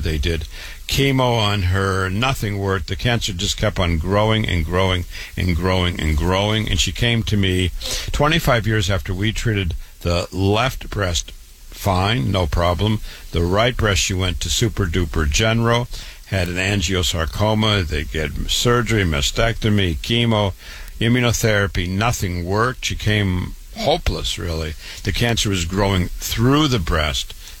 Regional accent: Waterloo, Iowa, United States; born or raised there

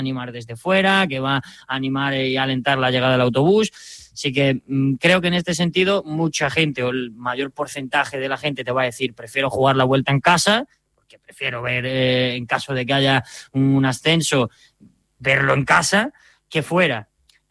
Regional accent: Jaén, Andalusia, Spain; now in Málaga, Spain; yo llevo 6 años en Málaga, trabajo con el Málaga a día de hoy y demás, pero yo soy de Jaén. Yo nací en Jaén.

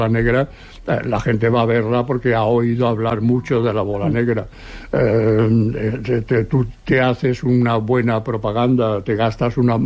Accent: Seville, Andalusia, Spain; now in Barcelona, Spain; cuando vinimos de Sevilla

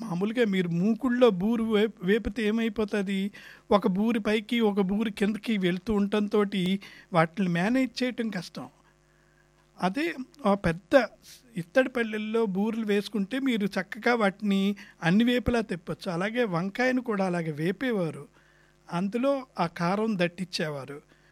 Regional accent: Andhra Pradesh, India; మాది పశ్చిమ గోదావరి జిల్లా వాణి వాళ్ళది, గుంటూరు జిల్లా అక్కడ చేసే పద్ధతి వేరుగా ఉంటుంది. మా ఊర్లో చేసే గోంగూర పచ్చడి చాలా చక్కగా ఫ్రెష్గా అక్కడ

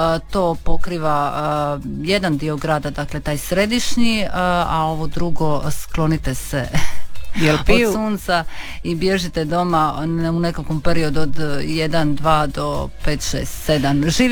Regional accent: Croatia; zanimljivo je kad dođeš negdje vanka, onda znači uglavnom pitaju te li odakle si, Kroasija i tako dalje

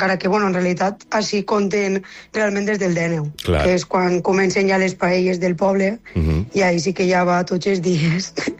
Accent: Benigànim, Valencian Community, Spain; clar, és el meu poble

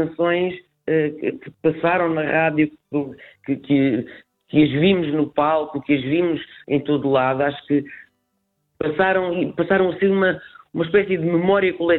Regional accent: Portugal; Enquanto portugueses.

